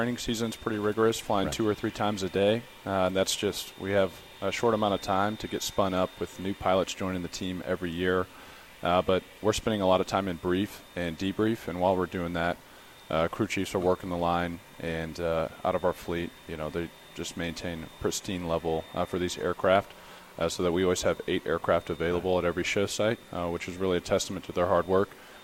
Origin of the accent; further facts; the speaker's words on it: Davenport, Iowa, United States; moved away; I'm from Davenport, Iowa, so saw them every summer growing up.